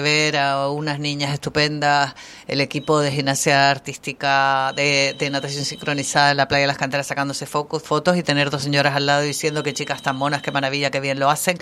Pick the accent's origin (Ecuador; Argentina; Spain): Spain; Canary Islands; Humor canario es lo que hacemos tú y yo porque somos canarios.